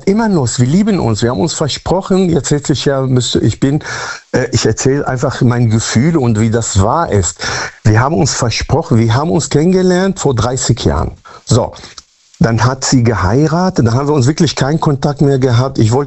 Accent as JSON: {"language": "German", "town": "Münster", "region": "North Rhine-Westphalia", "country": "Germany", "said": "Aus Münster-Westfalen."}